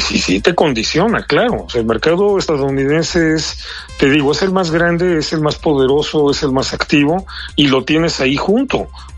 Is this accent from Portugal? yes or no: no; Mexico; Yo como mexicano